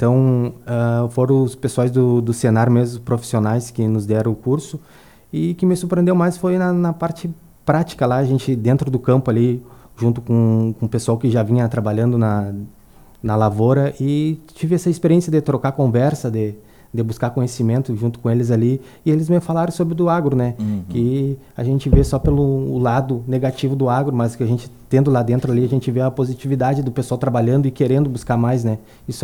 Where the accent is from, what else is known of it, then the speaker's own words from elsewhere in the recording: Caçapava do Sul, Rio Grande do Sul, Brazil; moved away as an adult; now in Bagé, Brazil; Sou natural de Caçapava